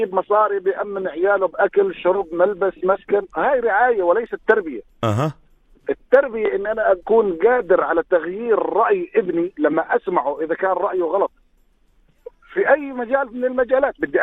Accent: Jordan; بس احنا كشعب اردني يعني تقاليدنا معروفه وعاداتنا معروفه

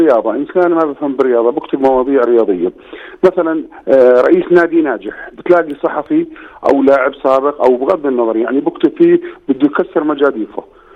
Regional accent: Jordan; موضوع الفيسبوك خاصة عندنا في الأردن أصبح مبالغ فيه جدا

